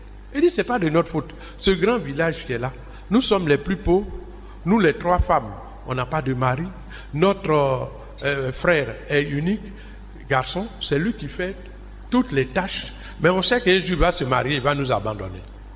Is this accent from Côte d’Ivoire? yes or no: yes; Bongouanou, Côte d’Ivoire; ma ville natale, à Bangouanou